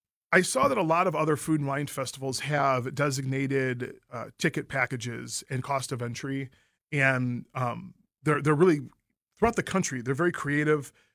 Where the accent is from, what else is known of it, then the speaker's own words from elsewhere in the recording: Cleveland, Ohio, United States; I'm from Cleveland, Ohio. I love the Midwest. I love Cleveland.